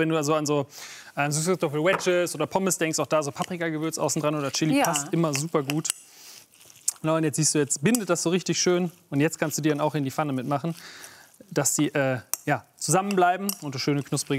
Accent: North Rhine-Westphalia, Germany; ich komme aus NRW

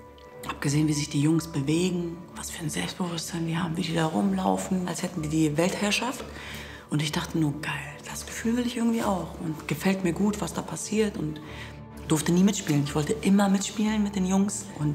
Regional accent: Hanover, Lower Saxony, Germany; Ich bin ein Kind von Geflüchteten. Ich bin mit 10 Geschwistern in Hannover-Linden groß geworden, aufgewachsen in den 90er Jahren. Ich bin Kurdin, ich bin Jesidin.

